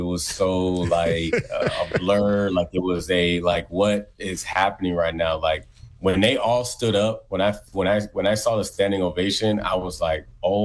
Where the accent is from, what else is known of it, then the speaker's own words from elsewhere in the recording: Humble, Texas, United States; I'm very proud to be from Humble, Texas, it's pronounced Humble.